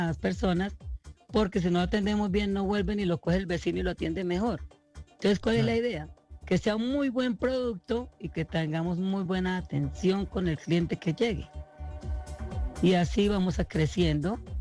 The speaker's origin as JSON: {"language": "Spanish", "town": "Chaparral", "region": "Tolima", "country": "Colombia"}